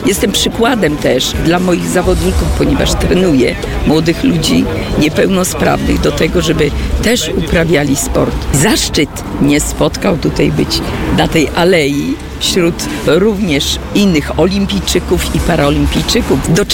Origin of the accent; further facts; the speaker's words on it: Szczecin, West Pomeranian Voivodeship, Poland; Jestem pierwszą paraolimpijką ze Szczecina.